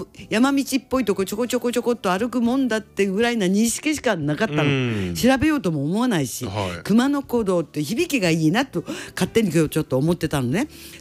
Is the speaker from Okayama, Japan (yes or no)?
no; Yamanaka Onsen, Ishikawa, Japan; 私のふるさと山中温泉には樹齢2300年って聞いた